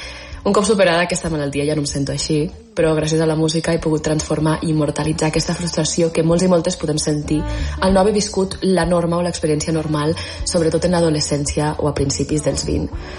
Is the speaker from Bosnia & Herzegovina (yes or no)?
no; Andorra; soc una artista d'Andorra